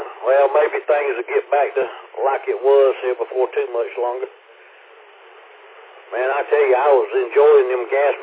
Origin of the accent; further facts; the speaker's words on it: Fuquay-Varina, North Carolina, United States; I was born and raised in Fuquay